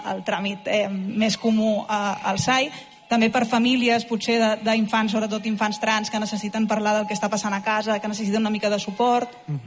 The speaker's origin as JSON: {"language": "Catalan", "town": "Castellón de la Plana", "region": "Valencian Community", "country": "Spain", "said": "Jo sóc valenciana, sóc de Castelló."}